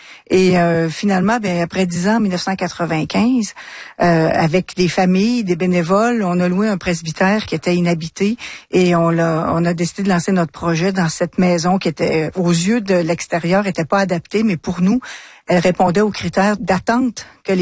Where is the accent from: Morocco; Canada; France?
Canada; Trois-Rivières, Quebec; Bien, moi, je suis de Trois-Rivières